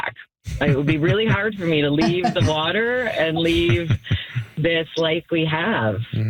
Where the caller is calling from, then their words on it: Wakefield, Quebec, Canada; Wakefield has my heart. So, you know, it's that's where I live.